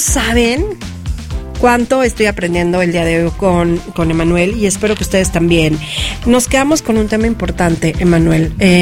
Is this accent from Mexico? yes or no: yes; Mexico